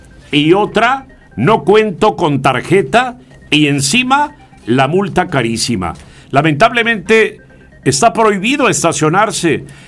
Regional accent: Cintalapa de Figueroa, Chiapas, Mexico; en la entonces XEIN, La Voz del Valle, en mi tierra natal, Cintalapa de Figueroa

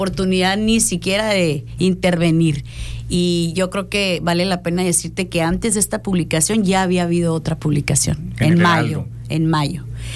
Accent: Puerto Peñasco, Sonora, Mexico; Soy originaria de Puerto Peñasco.

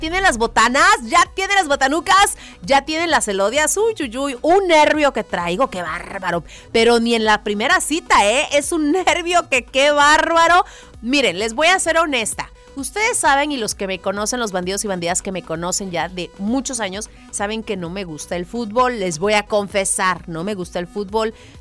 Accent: Mexico; pues sí, somos mexicanos, hombre.

